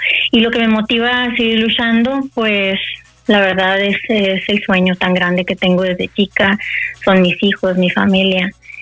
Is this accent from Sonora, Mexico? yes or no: yes; Caborca, Sonora, Mexico; born there; now in Puerto Peñasco, Mexico; Yo soy nacida en Caborca, Sonora, pero tengo 10 años viviendo en Puerto Peñasco.